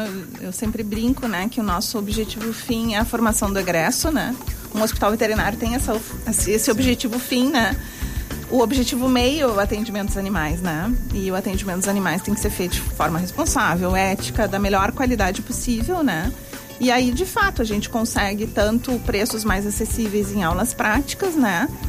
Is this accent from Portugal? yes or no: no; Porto Alegre, Rio Grande do Sul, Brazil; sou de Porto Alegre